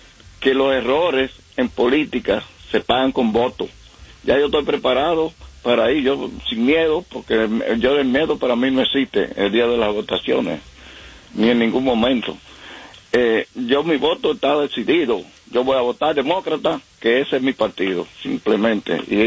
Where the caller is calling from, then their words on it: New Jersey, United States; New Jersey.